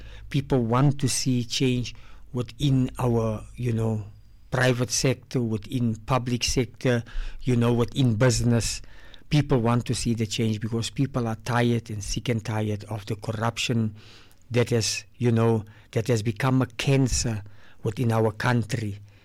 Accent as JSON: {"language": "English", "country": "South Africa", "said": "I am proud to be an African man because I'm South African and I'm an African man."}